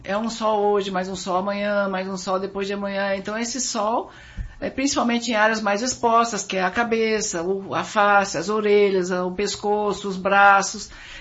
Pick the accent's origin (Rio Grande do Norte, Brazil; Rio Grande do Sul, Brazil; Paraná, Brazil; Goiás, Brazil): Paraná, Brazil; Curitiba; now in São Paulo, Brazil; Eu comecei em Curitiba, eu sou de Curitiba.